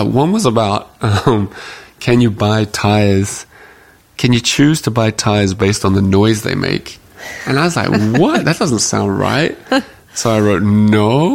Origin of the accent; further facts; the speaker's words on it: Australia; I've never driven in the snow. I'm Australian.